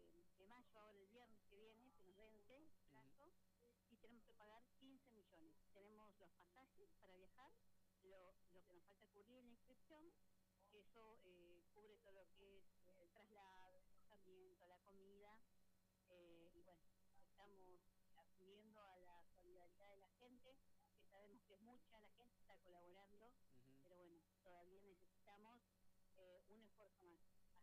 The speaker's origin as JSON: {"language": "Spanish", "town": "Plottier", "region": "Neuquén", "country": "Argentina", "said": "soy de Plotier, de la provincia de Neuquén. Uh-huh. Bueno, en este momento estoy acá en Buenos Aires."}